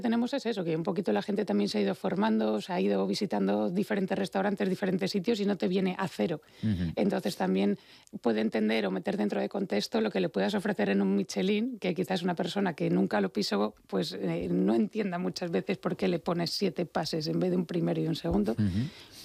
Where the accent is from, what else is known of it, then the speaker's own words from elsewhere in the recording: Salamanca, Castile and León, Spain; born there; Yo en Salamanca.